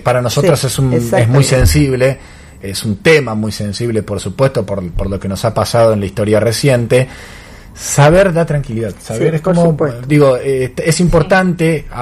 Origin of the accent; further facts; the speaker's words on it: Tostado, Santa Fe, Argentina; moved away; Yo vivía en mi pueblo, en Tostado